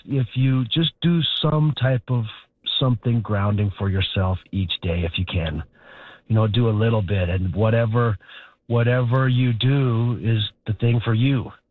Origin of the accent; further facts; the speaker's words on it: Carlisle, Saskatchewan, Canada; I was raised in Carlisle, Saskatchewan.